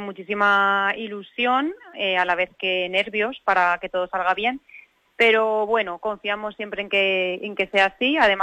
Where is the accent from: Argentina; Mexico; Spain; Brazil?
Spain; Gabaldón, Castilla-La Mancha; Bueno, ¿qué te voy a decir yo de mi pueblo, Carolina? Gabaldón somos todos en una, somos un pueblo muy unido